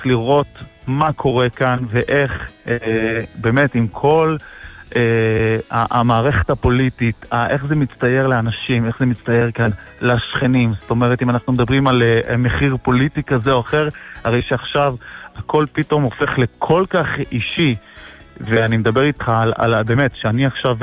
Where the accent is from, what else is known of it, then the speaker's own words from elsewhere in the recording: Jerusalem, Jerusalem District, Israel; אני ירושלמי